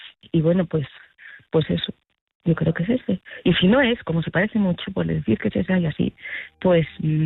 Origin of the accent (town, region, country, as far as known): Madrid, Community of Madrid, Spain